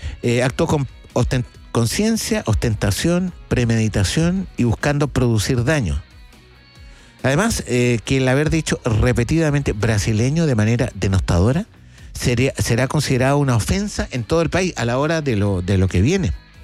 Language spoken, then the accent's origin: Spanish; Chile; ¿Somos racistas los chilenos, no?